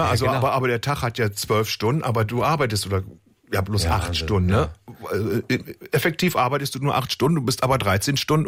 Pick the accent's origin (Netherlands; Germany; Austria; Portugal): Germany; Haselünne, Lower Saxony; Haselünne im Emsland, wo es die drei Brennereien gibt, ne?